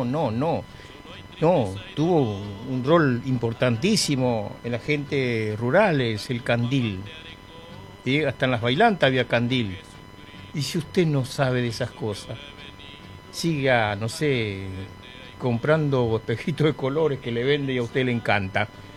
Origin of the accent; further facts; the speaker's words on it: Chaco, Argentina; born there; Él se de mi pueblo de Plaza, por supuesto, y hay un parentesco.